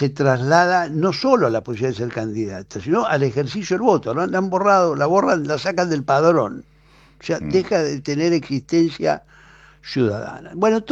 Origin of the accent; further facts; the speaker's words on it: Argentina; los que somos argentinos y argentinas